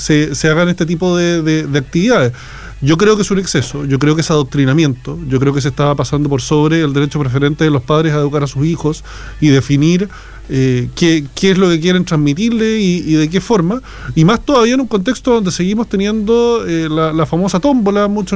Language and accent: Spanish; Chile; es una fecha que nos divide como chilenos